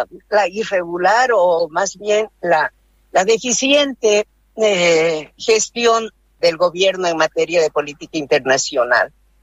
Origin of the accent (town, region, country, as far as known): Bolivia